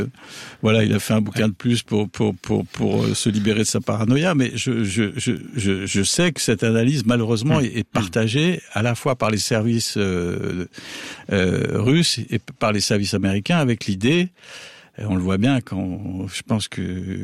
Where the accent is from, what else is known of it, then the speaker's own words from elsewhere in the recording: France; je suis français.